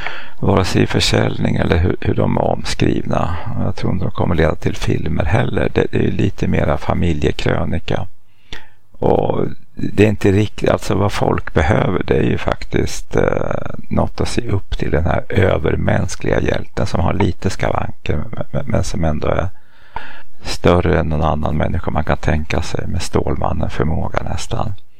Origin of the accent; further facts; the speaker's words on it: Sweden; Det funkade på mig till exempel. Fast jag var svensk, det var mina hövdingar.